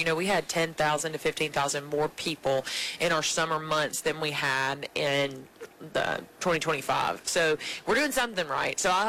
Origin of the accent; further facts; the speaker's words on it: Tennessee, United States; now in Paducah, United States; I'm from Northwest Tennessee, so I was in Martin